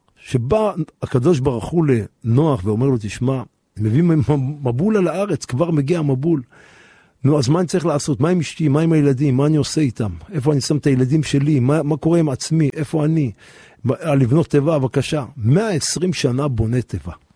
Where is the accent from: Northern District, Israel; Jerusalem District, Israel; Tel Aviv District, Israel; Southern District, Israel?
Jerusalem District, Israel; Jerusalem; אני גדלתי בשכונת בוחרים, פה בירושלים, ברוך השם, והצופפתי בצילם של צדיקים.